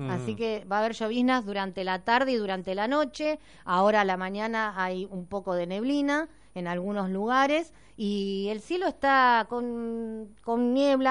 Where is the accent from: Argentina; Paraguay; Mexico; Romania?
Argentina; Somos más argentinos, capaz.